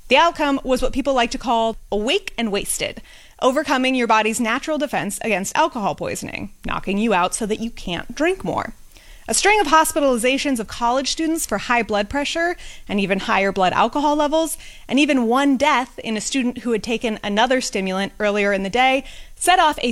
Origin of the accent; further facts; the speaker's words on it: San Francisco, California, United States; My hometown.